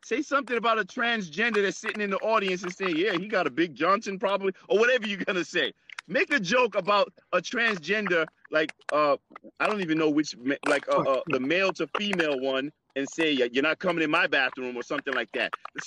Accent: Jamaica; Even with Jamaican, like I'm Jamaican, right?

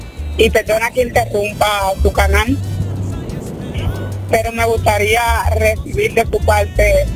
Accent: Puerto Rico; now in Miami, United States; Yo soy de Miami, pero soy natural de Puerto Rico.

